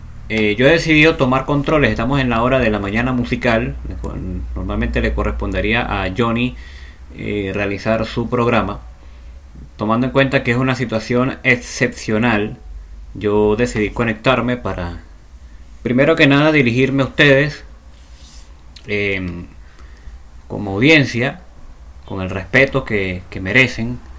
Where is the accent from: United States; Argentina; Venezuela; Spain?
Venezuela; now in Santiago, Chile; ustedes saben que yo soy venezolano, tengo ya varios años residenciado acá en Santiago de Chile.